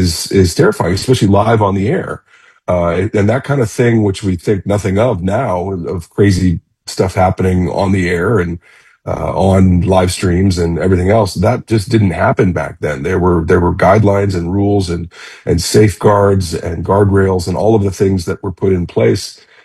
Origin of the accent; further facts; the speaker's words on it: St. Louis, Missouri, United States; You know, again, like I said, I grew up in St. Louis in the 70s. We had KMOX radio for the news. We all listened to KSHE-95 for rock and roll.